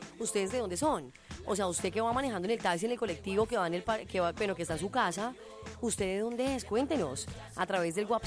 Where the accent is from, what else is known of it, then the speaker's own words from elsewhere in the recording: Bogotá, Bogotá D.C., Colombia; now in Villavicencio, Colombia; Porque yo soy nacida y criada en Bogotá. Nací en un barrio popular de Bogotá.